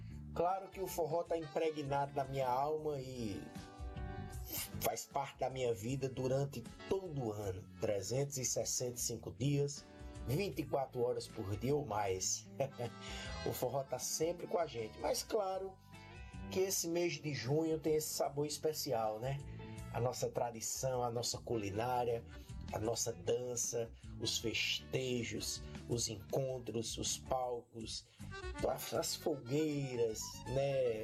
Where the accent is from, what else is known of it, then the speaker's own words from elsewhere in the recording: Serra Talhada, Pernambuco, Brazil; now in Recife, Brazil; sou lá de Serra Talhada, no sertão do Pajeú pernambucano. Moro aqui em Recife já há algum tempo